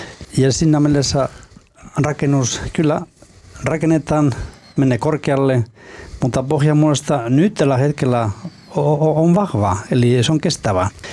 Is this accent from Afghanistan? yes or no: no; Basque Country, Spain; Finnish is a second language; now in Finland; tämä on niin kuin Pohjoismaiden niin kuin Baskimaa, koska olen kotoisin Baskimaasta.